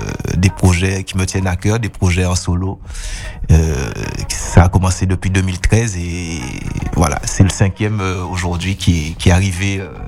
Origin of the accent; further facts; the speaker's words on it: Guadeloupe; je viens de la Guadeloupe.